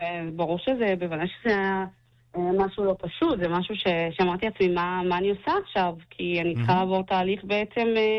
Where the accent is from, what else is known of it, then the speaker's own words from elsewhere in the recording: Holon, Tel Aviv District, Israel; also born or lived in Berdychiv, Ukraine; נולדתי שם, עליתי לפה בגיל חצי שנה לארץ. ההורים שלי גם נולדו שם, חיו שם חיים שלמים עד שהגיעו לפה. וגדלתי פה בחולון, גדלתי בסביבה